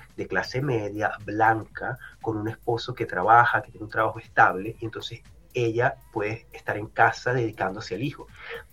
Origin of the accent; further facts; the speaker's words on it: Venezuela; o pensamos en Venezuela, ¿no? De donde yo soy, y mi experiencia creciendo en Venezuela y viajando por el país desde pequeño